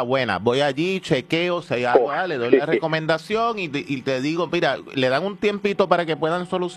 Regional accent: Aguadilla, Puerto Rico; yo que soy de Aguadilla

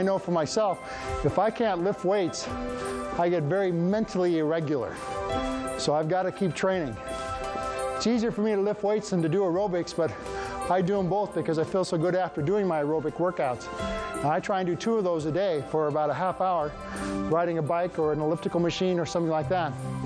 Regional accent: Olympia, Washington, United States; now in Black Hills, United States; I'm from Olympia, Washington, and I got used to being raised in an environment where it was cloudy 300 days of the year.

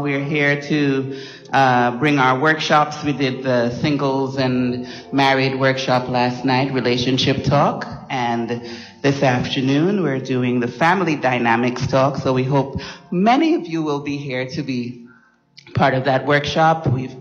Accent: Guyana; now in New York, United States; we are here from New York via Guyana. There's always a few. I was so glad to hear Guyana here because I'm always outnumbered by...

